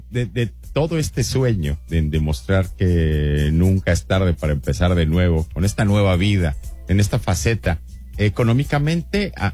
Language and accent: Spanish; Mexico; now in Spain; Y digo, yo de México